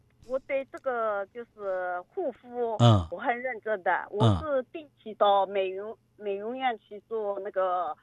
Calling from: Changshu, Jiangsu, China; 我是苏州常熟。

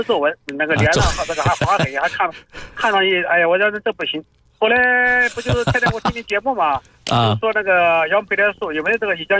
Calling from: Nanjing, Jiangsu, China

